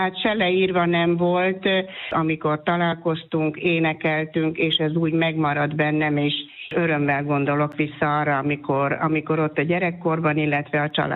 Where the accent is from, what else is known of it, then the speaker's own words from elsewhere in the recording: Gömörszőlős, Borsod-Abaúj-Zemplén, Hungary; moved away as an adult; now in Felsőzsolca, Hungary; Én Gömörszöllősön születtem, az egy kis falu. Én 22 éves koromig éltem ott, akkor kerültem el ide Felső Zsolcára, amikor férjhez jöttem.